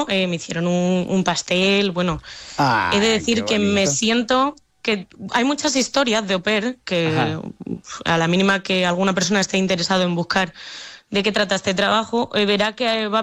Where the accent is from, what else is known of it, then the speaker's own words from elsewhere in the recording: Extremadura, Spain; accent: Madrid; also born or lived in Madrid; now in Ireland; Pues es que el acento es un poco tirando de Madrid porque nací en Madrid, pero soy extremeña y defiendo mucho mi orgullo extremeño.